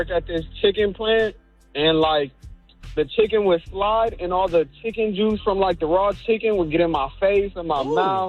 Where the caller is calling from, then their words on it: San Pedro, California, United States; I'm from San Pedro.